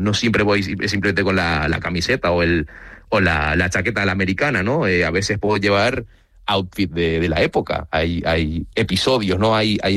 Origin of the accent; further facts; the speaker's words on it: Fuerteventura, Canary Islands, Spain; Nací en Fuerteventura, me he criado en Fuerteventura, así que técnicamente por crianza y tal y nacimiento soy canario